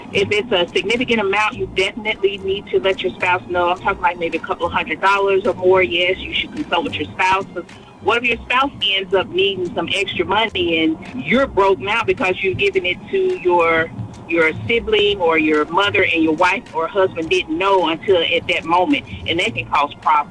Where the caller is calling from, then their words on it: Memphis, Tennessee, United States; I'm calling from Memphis.